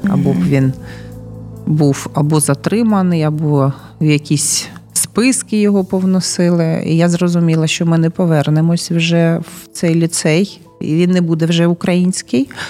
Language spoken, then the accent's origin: Ukrainian; Donetsk, Donetsk Oblast, Ukraine; born there; moved away as an adult; also born or lived in Zaporizhzhia; я пишаюся тим, що я донецька, пишаюся, що я народилась на Донбасі